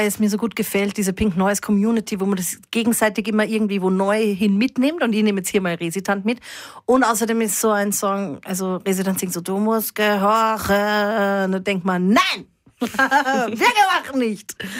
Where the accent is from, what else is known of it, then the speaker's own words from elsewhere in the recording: Upper Austria, Austria; Weißt du, ich komme aus Oberösterreich und mein Umfeld waren alle, die Musik machen, eigentlich immer nur Typen.